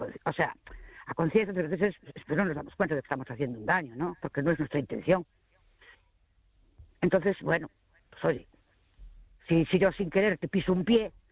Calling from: Ourense, Galicia, Spain; de Orense.

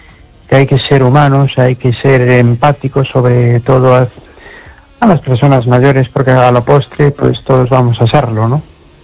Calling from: Amoeiro, Galicia, Spain; de Amoeiro.

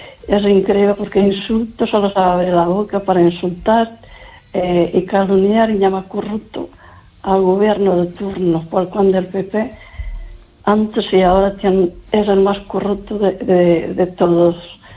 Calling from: Lugo, Galicia, Spain

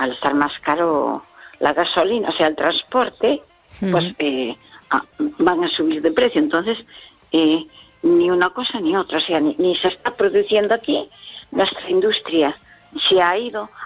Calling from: Pontevedra, Galicia, Spain; Buenas noches. … de Pontevedra. ¿Qué tal?

